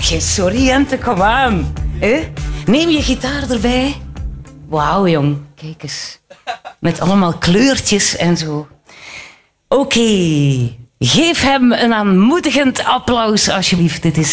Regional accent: Zeeland, Netherlands; Ik ligt daar vlakbij waar ik vandaan kom.

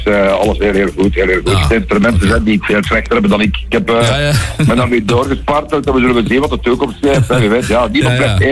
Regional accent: Lubbeek, Flanders, Belgium; also born or lived in Tielt-Winge; Maar ik ben verhuisd terug, hè. Ik zal zo terug naar mijn roots, hè.

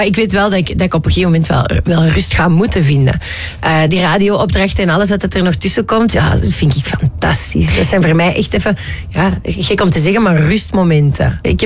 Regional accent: Antwerp, Flanders, Belgium; accent: Antwerp; Een heel Antwerpse dochter.

